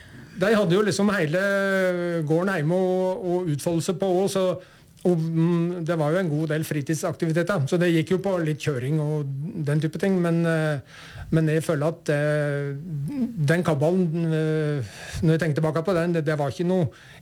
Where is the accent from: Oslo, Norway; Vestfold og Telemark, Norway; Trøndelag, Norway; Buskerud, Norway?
Buskerud, Norway; Uvdal; Utover det så er jeg hjemme i Uvdal.